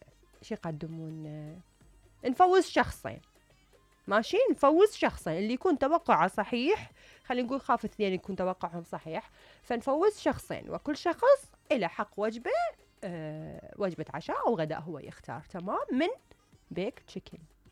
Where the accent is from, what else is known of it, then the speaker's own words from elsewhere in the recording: Iraq; كعراقية ما أعتقد أصلاً أكون أقل.